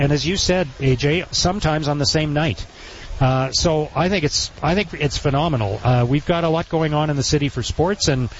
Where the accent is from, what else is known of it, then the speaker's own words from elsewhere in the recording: Ottawa, Ontario, Canada; when I was a kid growing up in Ottawa, there was the 67s and the Rough Riders.